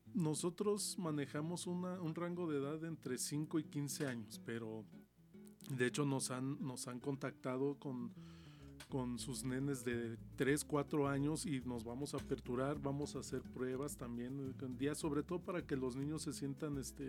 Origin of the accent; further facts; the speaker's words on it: Mexico City, Mexico; moved away as an adult; now in Zacatecas, Mexico; yo soy de la Ciudad de México y empecé desde muy niño